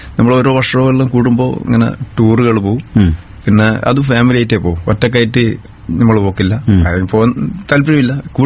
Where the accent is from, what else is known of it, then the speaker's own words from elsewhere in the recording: Malur, Kerala, India; വീട് മാലൂരാണ്, മാലൂർ കപ്പറ്റപ്പയിൽ.